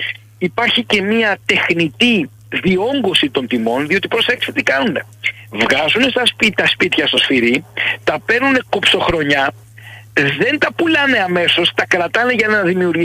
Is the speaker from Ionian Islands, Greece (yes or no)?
yes; Kefalonia, Ionian Islands, Greece; Είμαι και Κεφαλονίτης